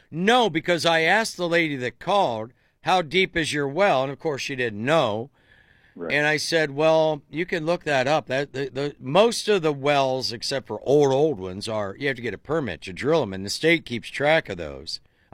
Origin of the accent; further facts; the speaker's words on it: Dover, Ohio, United States; In my hometown of Dover, gets their water from the big engine water wells in the north side of Dover.